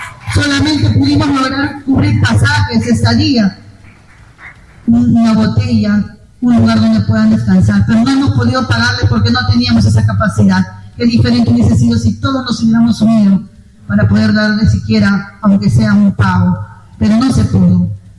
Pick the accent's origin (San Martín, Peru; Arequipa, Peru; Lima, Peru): Lima, Peru; porque soy de Lima